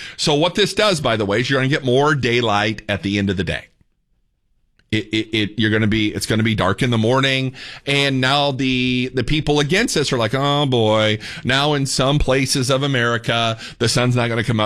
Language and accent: English; Indiana, United States; So as you all know, I'm a Yankee from Indiana. And back when I was a younger man, Indiana did not change time.